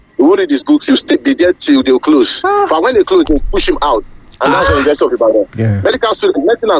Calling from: Iworo, Nigeria; I'm calling from Iworo.

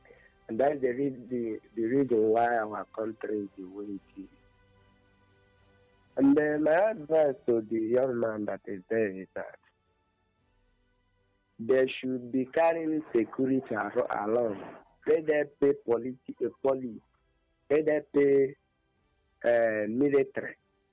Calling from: Abuja, Federal Capital Territory, Nigeria; I'm calling from Abuja State.

